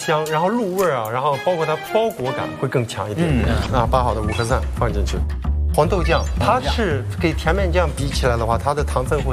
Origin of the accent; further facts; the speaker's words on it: Heze, Shandong, China; 我是山东人，我的块头比较大